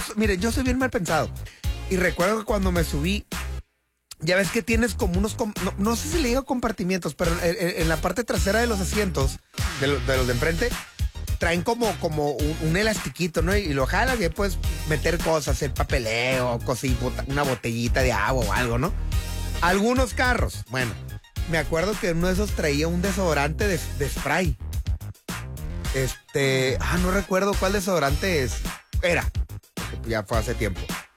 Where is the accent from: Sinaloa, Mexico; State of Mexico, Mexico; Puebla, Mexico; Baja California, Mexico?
Baja California, Mexico; Tijuana; yo hablo de Tijuana, ¿verdad? Es de donde yo soy.